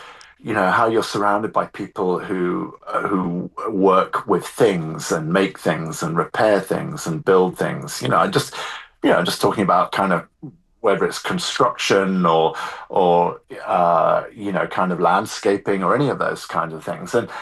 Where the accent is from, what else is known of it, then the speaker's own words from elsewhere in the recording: England, United Kingdom; I mean, I'm from Southern England, you know, which is not an area with stone walls.